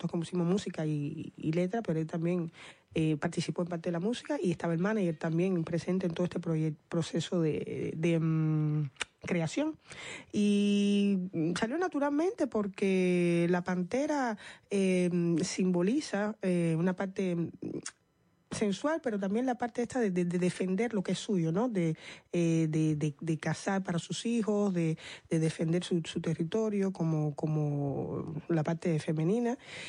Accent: Cuba; Somos cubanas, por caribeñas, supuesto.

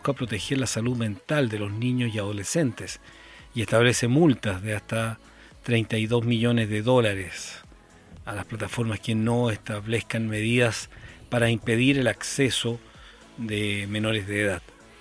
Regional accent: Venezuela; now in Colombia; Soy de Venezuela, pero vivo en Colombia.

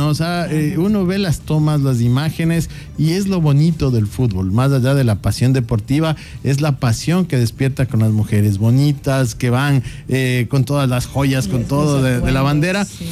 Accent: Ecuador; somos ecuatorianos, que sí podemos. Y somos ecuatorianos, sí señor.

